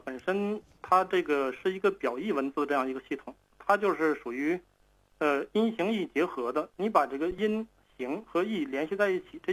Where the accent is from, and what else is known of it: China